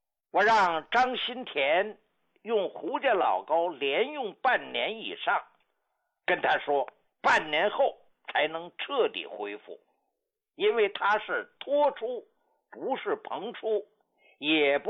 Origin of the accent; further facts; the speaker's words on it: Beijing, China; 知道我是从北京来的中医大夫